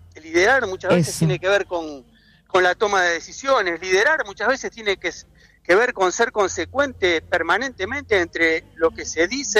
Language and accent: Spanish; Cafferata, Santa Fe, Argentina; yo tengo en Caferata, en mi pueblo, porque el punto de coincidencia que tenemos con Leonel es que los dos hemos nacido, hemos crecido y hemos sido criados en pueblos muy pequeños del interior.